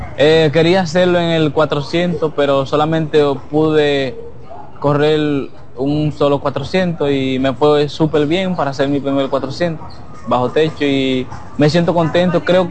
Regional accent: Dominican Republic; Yo como atleta dominicano

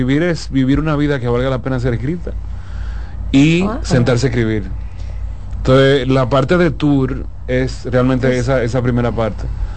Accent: Dominican Republic; Los únicos morenos somos los dominicanos que hay allá.

